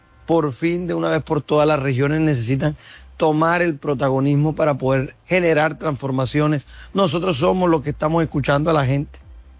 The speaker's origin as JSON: {"language": "Spanish", "town": "Magangué", "region": "Bolívar", "country": "Colombia", "tie": "born or raised there"}